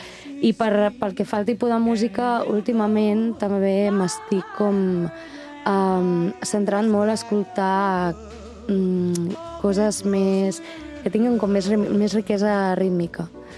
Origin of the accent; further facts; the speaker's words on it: Menorca, Balearic Islands, Spain; also born or lived in Girona; Sí, sóc de Menorca, però bueno, he estat vivint molts anys a Girona i ara porto 3 aquí.